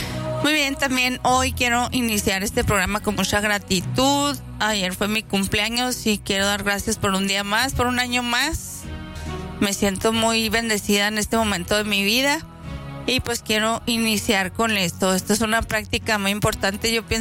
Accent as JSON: {"language": "Spanish", "country": "Mexico", "said": "como mexicanos todos estamos envueltos en esta cultura"}